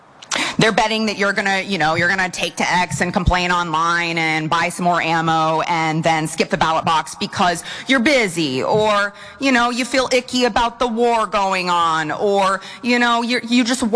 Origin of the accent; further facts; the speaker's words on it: Texas, United States; I recall from my home state of Texas, Beto O'Rourke ran